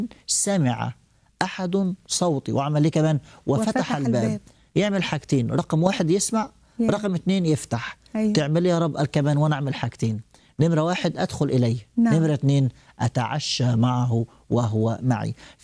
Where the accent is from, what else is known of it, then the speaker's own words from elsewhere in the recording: Egypt; عندنا في مصر